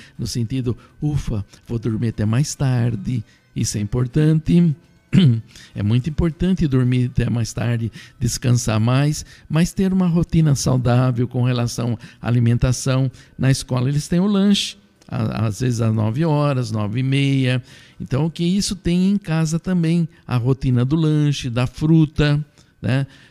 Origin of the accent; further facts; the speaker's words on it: Brazil; bairro do Matão, de Nossa Senhora do Carmo, onde eu vivi, onde eu nasci, me criei e vivi e ainda vivo intensamente o amor por aquele bairro. E também onde eu fiz lá a primeira Eucaristia, o sacramento do Crisma também.